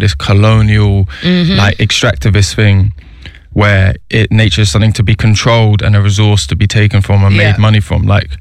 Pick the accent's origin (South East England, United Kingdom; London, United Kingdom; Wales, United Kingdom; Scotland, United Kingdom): London, United Kingdom; And yet we growing up in London when we're in these cities in the West as diaspora